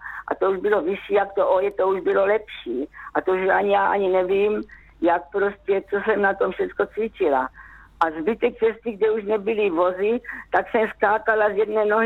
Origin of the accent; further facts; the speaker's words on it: Kunovice, Zlín Region, Czechia; Já pocházím z Kunovic.